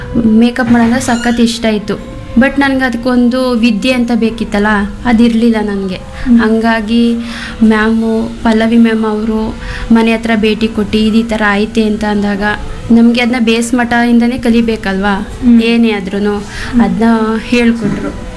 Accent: Hunsur, Karnataka, India; moved away as an adult; now in Kalkada, India; ಮೂಲತಃ ನಾನು ಕಲ್ಕುಣಿಕೆ ಹುಣಸೂರು ಹುಡುಗಿ. ಮದುವೆ ಆಗಿರೋ ನನ್ನ ಕಲ್ಕಡ ಅರಿನಹಳ್ಳಿ ಗ್ರಾಮ, ಕಲ್ಕಡ ಗ್ರಾಮ, ಅಲ್ಲಿಗೆ ನಾನು ಮದುವೆ ಆಗಿರೋದು. ಅಲ್ಲಿಂದ ಬಂದು ನಾನು ಇಲ್ಲಿ ಕಲ್ತಿರೋದು.

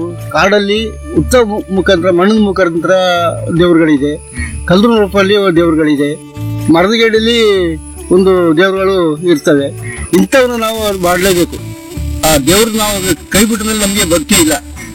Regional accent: Karnataka, India; born there

